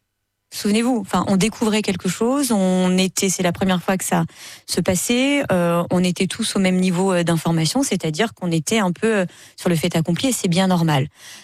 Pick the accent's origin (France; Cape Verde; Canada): France; en tant que Français